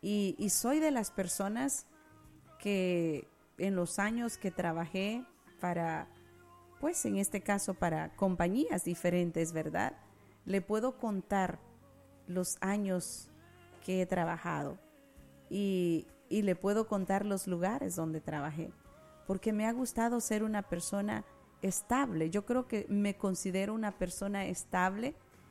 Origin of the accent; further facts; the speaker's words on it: El Salvador; now in United States; Cuando nosotros llegamos de El Salvador, llegamos al estado de Texas, y los trabajos que tuve aquí, me acuerdo que pues yo era menor de edad